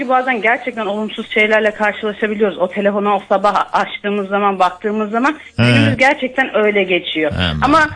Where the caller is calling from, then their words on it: Istanbul, Turkey; Beylerbeyi'nden. Şu anda ofisten arıyoruz seni.